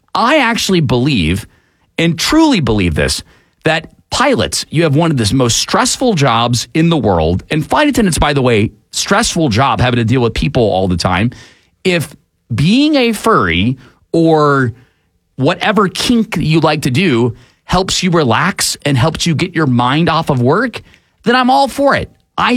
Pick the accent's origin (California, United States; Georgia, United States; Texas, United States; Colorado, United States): Georgia, United States; Atlanta; Now, growing up in Atlanta, we had giant pandas for a long time.